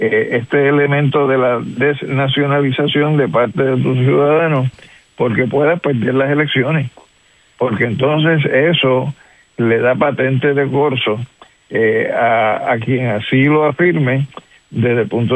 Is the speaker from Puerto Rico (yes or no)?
yes; Puerto Rico; yo soy puertorriqueño nacional, aunque tenga desde el punto de vista jurídico una ciudadanía que corresponde a la ciudadanía estadounidense